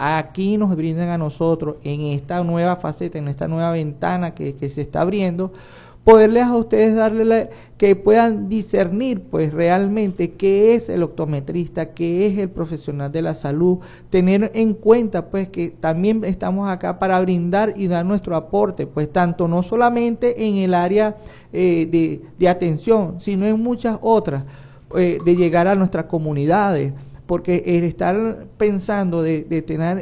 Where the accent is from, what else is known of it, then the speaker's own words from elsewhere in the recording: El Tigre, Anzoátegui, Venezuela; moved away as an adult; also born or lived in Caracas / Valencia; now in El Tigre, Venezuela; soy nativo, soy oriundo de esta tierra, ver esto es un sueño hecho realidad, porque lo que tanto trabajé fuera, estuve más de 20 años fuera de la zona, trabajando en la ciudad capital, igualmente en Valencia